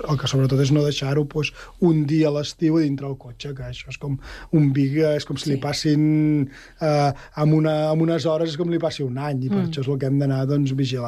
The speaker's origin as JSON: {"language": "Catalan", "region": "Catalonia", "country": "Spain", "said": "com que som del Penedès, és una mica el que nosaltres podem transmetre molt bé al Penedès"}